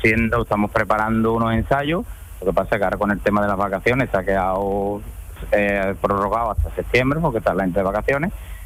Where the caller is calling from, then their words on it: Seville, Andalusia, Spain; yo trabajo aquí en el Aerópolis, aquí en Sevilla